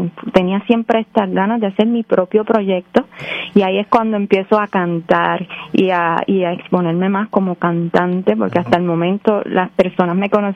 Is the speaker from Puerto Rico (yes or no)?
yes; Puerto Rico; la herencia de nosotros como boricua, porque yo siempre tengo la mancha de plátano ahí.